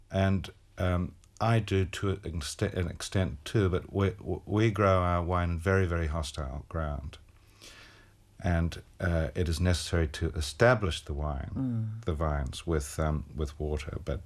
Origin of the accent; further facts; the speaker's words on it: Omagh, Northern Ireland, United Kingdom; also born or lived in Armagh; And so we grew up, I was born near Omagh, and we spent quite a lot of the time on the coast and also in Armagh